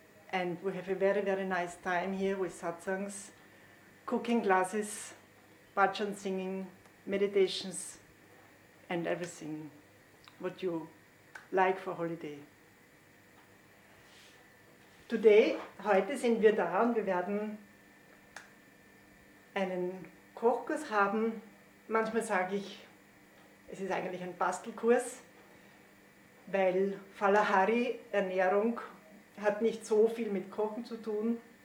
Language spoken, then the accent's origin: German; Lower Austria, Austria; Ich komme aus Österreich. Lebe derzeit in Krems.